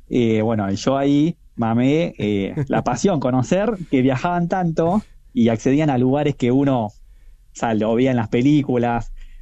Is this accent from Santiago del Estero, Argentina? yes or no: no; La Plata, Buenos Aires Province, Argentina; yo soy platense, estudié en La Plata